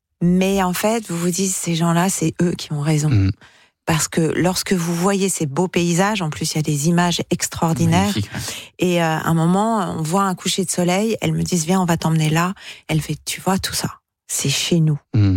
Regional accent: Normandy, France; Voilà, en tant que Normande, quand même.

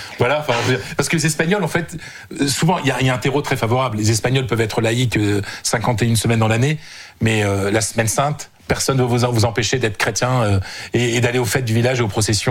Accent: France; comme chez nous en France.

